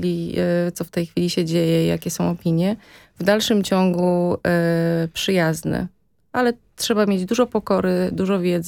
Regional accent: Warsaw, Masovian Voivodeship, Poland; u nas w Polsce, u nas w Warszawie.

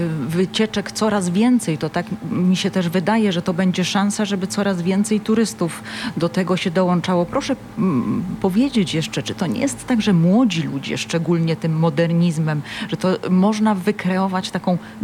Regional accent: Katowice, Silesian Voivodeship, Poland; ja jestem z Katowic

